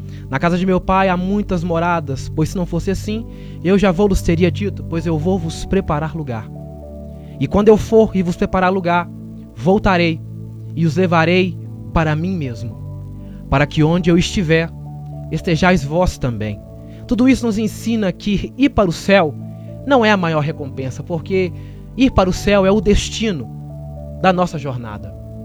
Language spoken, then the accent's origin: Portuguese; Belo Horizonte, Minas Gerais, Brazil; Para quem não me conhece, eu vim de Belo Horizonte para cá, a mandado de Deus para fazer a obra